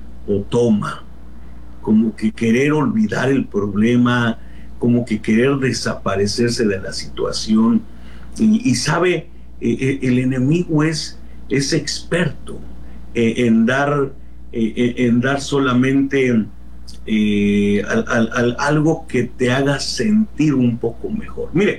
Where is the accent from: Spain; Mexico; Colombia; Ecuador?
Mexico; Somos mexicanos